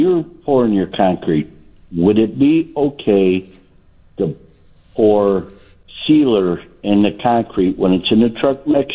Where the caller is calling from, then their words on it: Bridgeview, Illinois, United States; Bridgeview, Illinois.